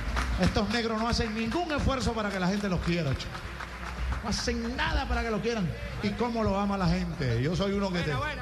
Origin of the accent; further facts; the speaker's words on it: Maracaibo, Zulia, Venezuela; Maracucho, somos maracuchos.